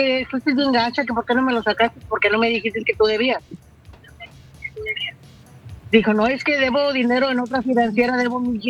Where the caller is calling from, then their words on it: Mexico; yo soy mexicana.